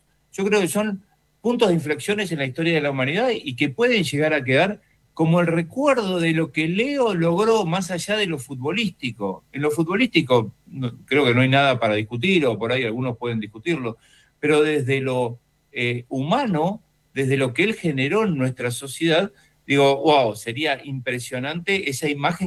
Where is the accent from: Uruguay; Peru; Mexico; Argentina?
Argentina; hoy tenemos como hinchas, como argentinos, la oportunidad de regalárselo